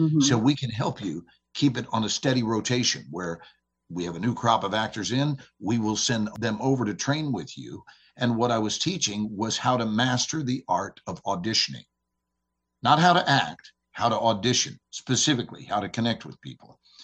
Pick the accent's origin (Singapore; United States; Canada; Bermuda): United States; Texas; You know, I'm from Texas, so this is what so many people say.